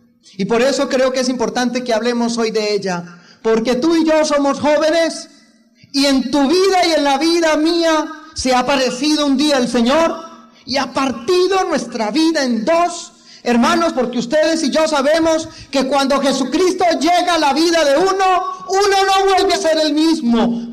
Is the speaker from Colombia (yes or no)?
yes; Colombia; en mi país, en Colombia